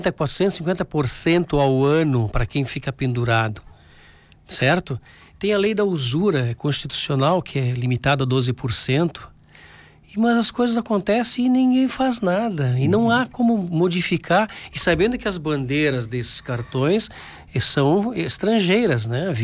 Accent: Brazil; nós somos brasileiros, somos patriotas, somos daqui do Brasil

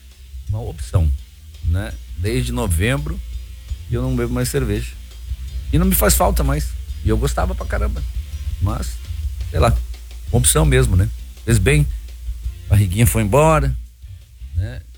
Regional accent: South Region, Brazil; Eu sou do sul. É só olhar pra ver que eu sou do sul.

